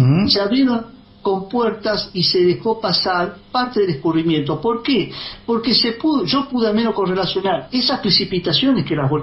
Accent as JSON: {"language": "Spanish", "area": "Goya", "region": "Corrientes", "country": "Argentina", "tie": "born there", "moved": "as an adult", "lives_now": "La Plata, Argentina", "said": "Yo en el 84 vine acá a estudiar La Plata y yo conozco el litoral porque yo nací en Boya Corrientes"}